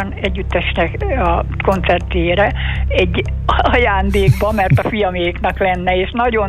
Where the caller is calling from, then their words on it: Albertirsa, Pest, Hungary; Albert Irsáról vagyok